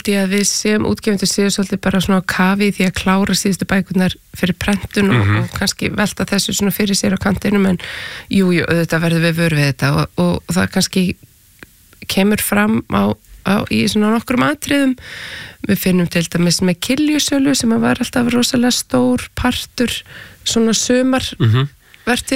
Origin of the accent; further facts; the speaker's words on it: Reykjavík, Capital Region, Iceland; also born or lived in Spain / Copenhagen; Já, ég borgabatn, ég bara ólst upp í Vesturbænum.